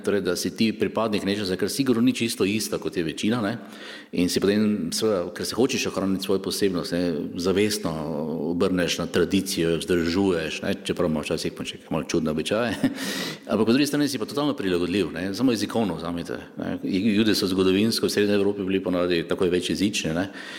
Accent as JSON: {"language": "Slovenian", "town": "Maribor", "region": "Drava", "country": "Slovenia", "tie": "born there", "said": "Jaz sem recimo po očetovi strani iz Prekmure, po mojni strani iz Prlekije, rojen sem v Mariboru, ne? Sem Slovenec, ne moram se čutiti drugače."}